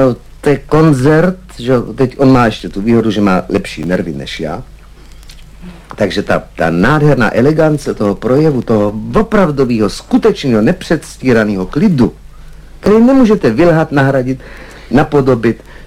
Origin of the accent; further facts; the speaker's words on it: Prague, Czechia; Já jsem prostý chlapec ze Smeček, který se vyšvihl.